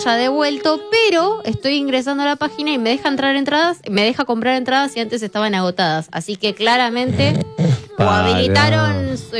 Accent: Argentina; Porque tiene que venir acá a la Argentina

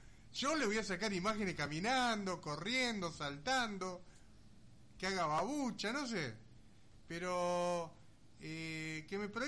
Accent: Argentina; nosotros somos argentinos

